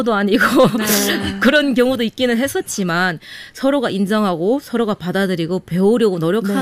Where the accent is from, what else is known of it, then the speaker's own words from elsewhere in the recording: North Korea; now in South Korea; 제가 일단은 북한에서 내려와가지고